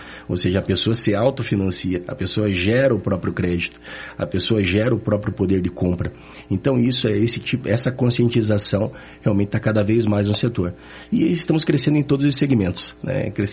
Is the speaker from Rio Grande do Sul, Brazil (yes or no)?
no; Ponta Grossa, Paraná, Brazil; moved away as an adult; now in Curitiba, Brazil; Eu sou natural de Ponta Grossa. Eu estou em Curitiba desde 1998. Então eu sou natural do interior do Paraná, mas me considero mais daqui do que de lá. Tenho muito orgulho, né, da minha cidade natal.